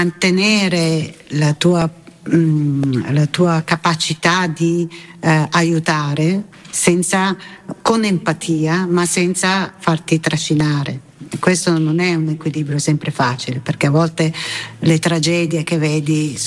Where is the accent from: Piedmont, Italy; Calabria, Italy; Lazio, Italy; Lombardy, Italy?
Lombardy, Italy; Milan; che io da milanese conoscevo come milanese